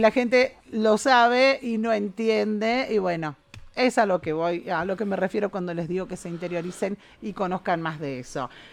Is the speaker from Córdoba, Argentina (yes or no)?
yes; Córdoba, Argentina; yo crecí en Barrio General Bustos, vivo en la casa donde nací